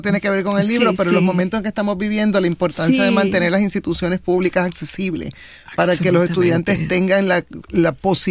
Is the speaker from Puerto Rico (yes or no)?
yes; Caguas, Puerto Rico; also born or lived in Cidra; Yo me crié en Caguas, pero soy de Sidra